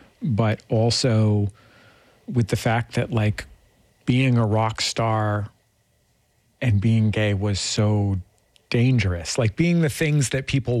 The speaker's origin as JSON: {"language": "English", "town": "San Francisco", "region": "California", "country": "United States", "tie": "born or raised there", "said": "But I grew up in San Francisco, and I knew more people that died of HIV than I knew died of COVID."}